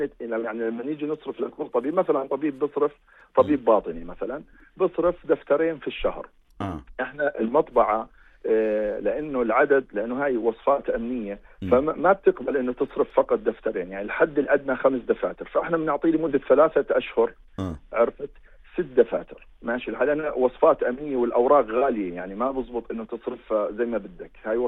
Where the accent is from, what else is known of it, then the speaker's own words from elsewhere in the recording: Jordan; عندنا بالاردن